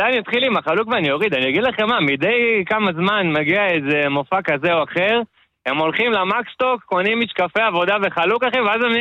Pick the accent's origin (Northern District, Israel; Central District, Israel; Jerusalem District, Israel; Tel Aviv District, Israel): Central District, Israel; Petah Tikva; אני, כמו שאמרתי … מפתח תקווה, בן 32.